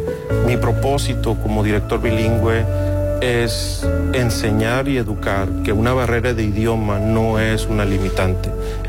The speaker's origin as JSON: {"language": "Spanish", "town": "Zaragoza", "region": "Coahuila", "country": "Mexico", "tie": "born or raised there", "said": "Pero yo soy originario de Zaragoza, Coahuila. Ahí fui criado. Mi familia es de allí. Tenemos nuestras bases muy sólidas y arraigadas en Zaragoza."}